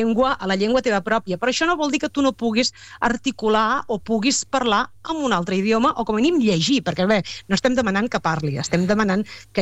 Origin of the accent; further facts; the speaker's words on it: Riudoms, Catalonia, Spain; jo sí que sóc de Riudoms, ho dic així clarament